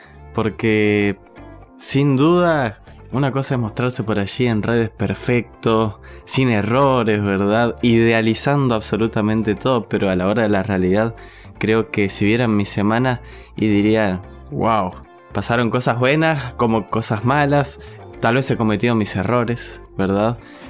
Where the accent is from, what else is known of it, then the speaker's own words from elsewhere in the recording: Salta, Argentina; soy de Salta Capital, del noroeste argentino.